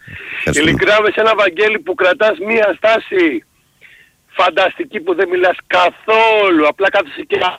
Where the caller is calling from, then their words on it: Athens, Attica, Greece; Είμαι από Αθήνα.